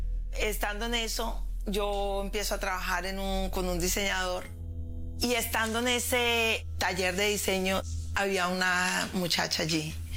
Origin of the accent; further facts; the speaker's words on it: Colombia; moved away; La verdad que esos 3 años que estuve con él fueron los mejores años después de que vine de Colombia.